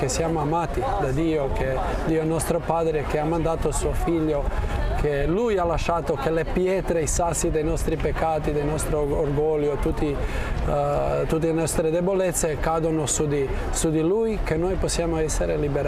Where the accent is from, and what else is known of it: Pula, Istria County, Croatia; Italian is a second language